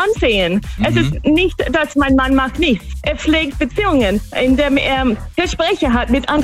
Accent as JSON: {"language": "German", "country": "Australia", "second_language": "German", "lives_now": "Germany", "said": "Nee, eigentlich nicht. Ich komme aus Australien."}